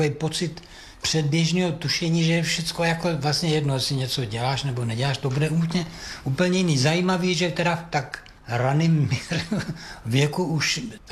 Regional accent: Ervěnice, Ústí nad Labem Region, Czechia; also born or lived in Most; No, já jsem původem teda z Mostu. Narodil jsem se v Mostu, na to si příliš nepamatuju. Takový ranní mládí bylo spíš v Ervěnicích, ty už snad ani neexistují, že jo.

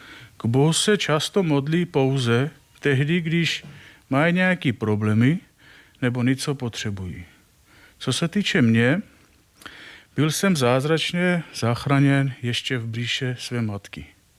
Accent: Armenia; Czech is a second language; now in Czech Republic; a pocházím z Arménie

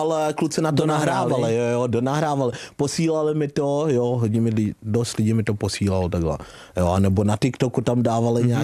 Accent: Zambia; also born or lived in Králův Dvůr; now in Czech Republic; To už jsem jezdil z Berouna, z Králova dvora, jakoby kde, odkud jsem, nebo kam jsem se přesunul z Afriky, ze Zambie, tak to už jsem tady byl na střední škole.

